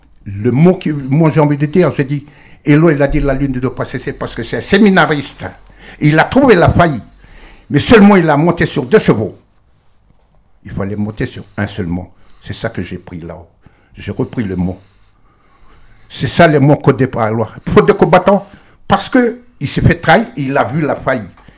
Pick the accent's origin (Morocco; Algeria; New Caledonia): New Caledonia; On sait très bien qu'on est, comme on appelle, on est des Kanak. On n'est pas des Français.